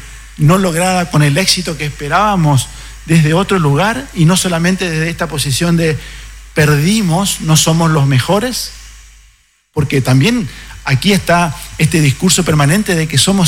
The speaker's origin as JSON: {"language": "Spanish", "country": "Argentina", "said": "Porque también nosotros como argentinos tenemos esta gesta malvinense"}